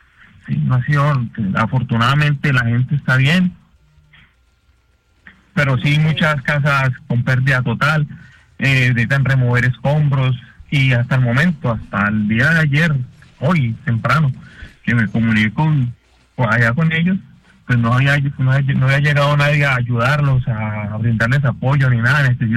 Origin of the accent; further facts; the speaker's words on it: Cali, Valle del Cauca, Colombia; pues yo soy de Cali, tengo varios años viviendo por acá.